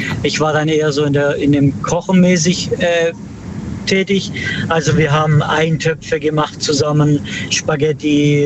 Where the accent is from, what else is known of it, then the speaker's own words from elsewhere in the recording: Baden-Württemberg, Germany; Aus dem Schwarzwald.